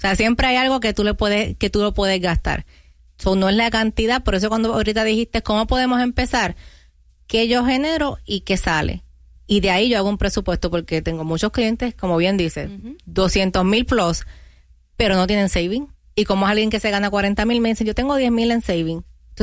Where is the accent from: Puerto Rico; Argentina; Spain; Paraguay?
Puerto Rico; Ya que soy boricua, vamos a hablar de la isla